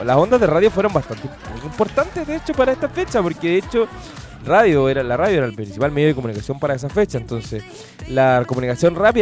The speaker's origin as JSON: {"language": "Spanish", "country": "Chile", "said": "a nosotros los chilenos"}